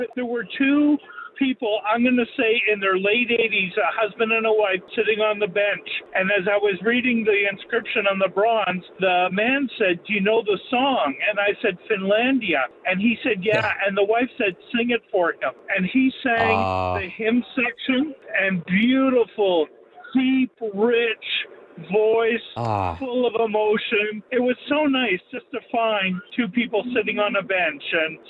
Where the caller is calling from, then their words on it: Markham, Ontario, Canada; I'm calling from Markham.